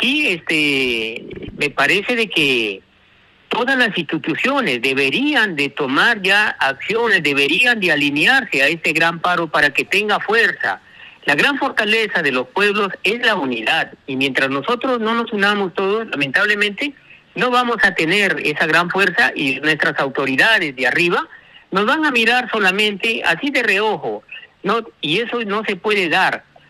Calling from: Tambogrande, Piura, Peru; como verdaderos tambograndinos y como verdaderos peruanos

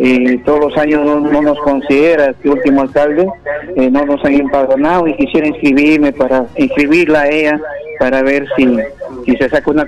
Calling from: Peru; Yo soy enfermo y somos de Palomino.

